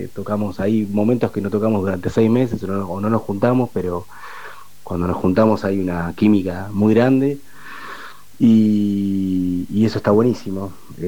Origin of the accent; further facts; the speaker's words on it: Pehuajó, Buenos Aires Province, Argentina; Hola Chiqui … de Pehuajó, bajista de … una hermosa banda de indie rock y post-punk de esta ciudad.